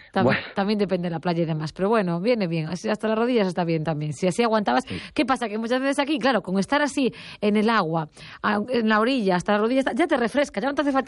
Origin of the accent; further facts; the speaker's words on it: Galicia, Spain; Yo soy gallega